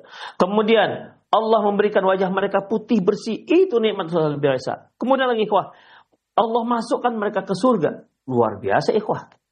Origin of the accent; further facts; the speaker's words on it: West Sumatra, Indonesia; kalau bahasa kami orang Minang terperangah gitu